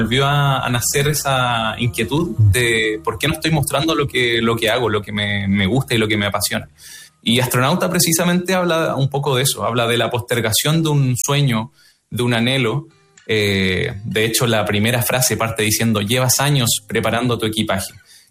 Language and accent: Spanish; Temuco, Araucanía, Chile; moved away as an adult; now in Concepción, Chile; cuando me vine a vivir a Conce, yo soy de Temuco originalmente, cuando me vine a vivir a Conce con mi esposa